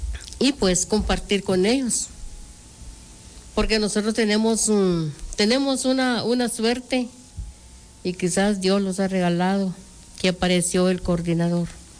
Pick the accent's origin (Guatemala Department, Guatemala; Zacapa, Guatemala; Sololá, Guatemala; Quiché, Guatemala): Zacapa, Guatemala; La Unión; somos de La Unión, somos 9 comunidades